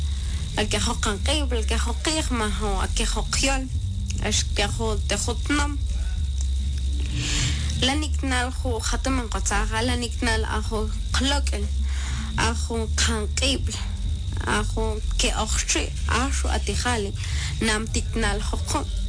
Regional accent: Huitán, Quetzaltenango, Guatemala; en mi pueblo de Huitán, es un es un municipio que sigue viva su cultura y ojalá que nunca se pierda.

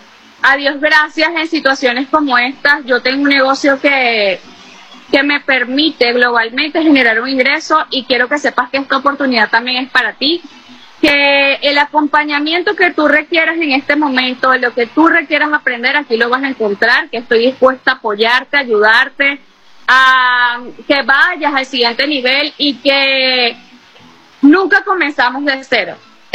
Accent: Venezuela; así somos las venezolanas

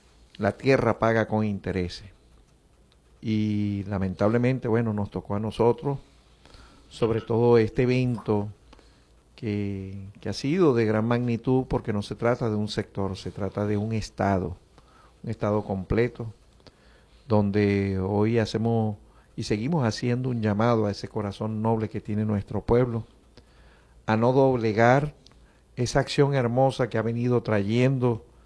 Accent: Venezuela; Y hoy nos tocó a nosotros como venezolanos.

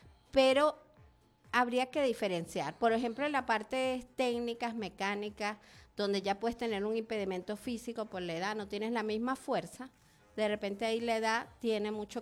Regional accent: Venezuela

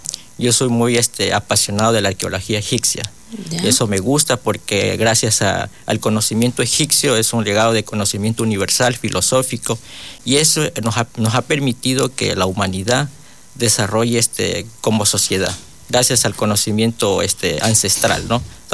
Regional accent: Lago Agrio, Sucumbíos, Ecuador; born there; Soy nacido aquí en la provincia de Sucumbíos, Cantón Lago Agrio. Nací un 28 de julio del 94. Y aquí me faltan unos poquitos días para cumplir los 32 años. Sí, bueno, como yo soy de aquí, este cantón, mis padres sí son de la costa.

